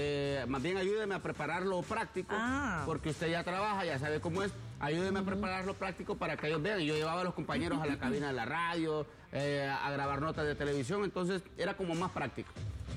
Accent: La Libertad, Comayagua, Honduras; mi pueblo, La Libertad, Comayagua.

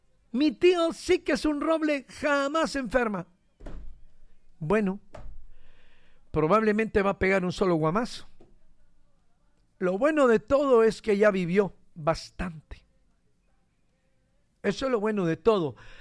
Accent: Honduras

